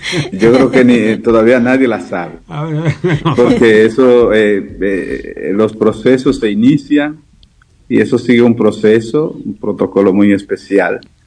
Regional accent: San Francisco de Macorís, Duarte, Dominican Republic; yo soy de San Francisco

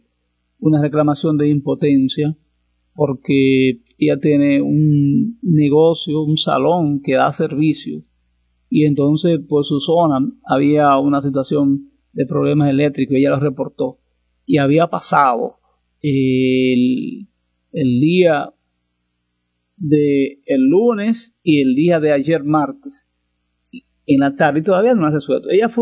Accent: San Francisco de Macorís, Duarte, Dominican Republic; moved away; allá en San Francisco de Macorís, en mi pueblo amado

